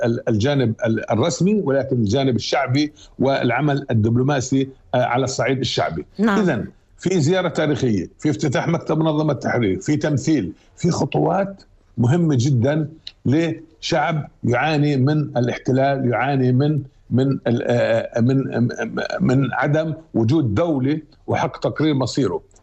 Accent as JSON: {"language": "Arabic", "country": "Palestine", "lives_now": "Spain", "said": "أنا فلسطيني، أوكي فلسطيني إسباني أو إسباني من أصل فلسطيني"}